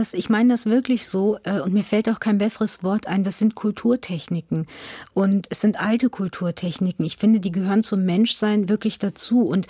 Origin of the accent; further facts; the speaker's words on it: Lower Saxony, Germany; Ich bin in Niedersachsen zur Schule gegangen.